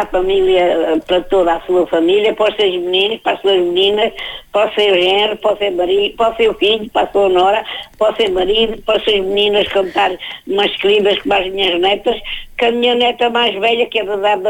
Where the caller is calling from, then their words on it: Tramagal, Centro, Portugal; vai aqui para a minha terra, para o Tramagalo